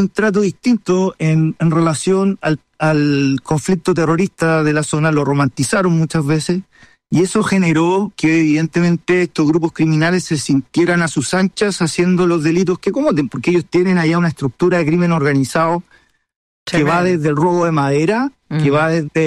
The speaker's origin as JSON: {"language": "Spanish", "country": "Chile"}